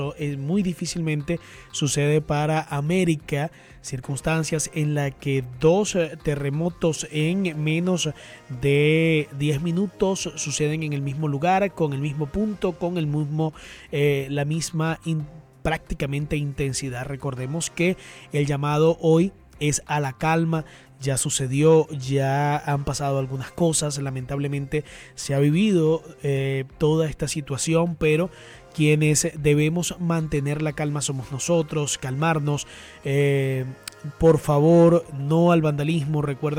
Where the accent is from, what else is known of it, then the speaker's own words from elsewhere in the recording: Venezuela; Somos venezolanos.